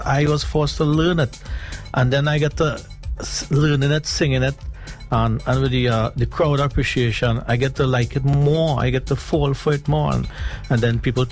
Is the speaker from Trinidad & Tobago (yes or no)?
yes; Trinidad & Tobago; Growing up in Trinidad, going to school, secondary school.